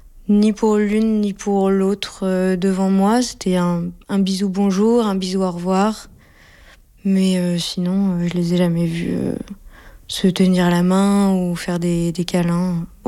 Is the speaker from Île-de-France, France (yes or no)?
yes; Paris, Île-de-France, France; moved away as an adult; now in Australia; Et là, je suis en France, à Paris, où j'ai grandi. Je suis rentrée pour voir ma famille.